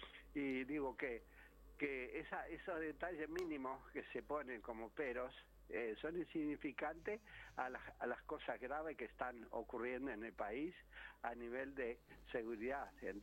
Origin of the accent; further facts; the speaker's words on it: Montevideo, Uruguay; moved away; cuando yo, años atrás, cuando me vine de Montevideo para acá, usted me escuchaba a mí, iba a ver una fiera.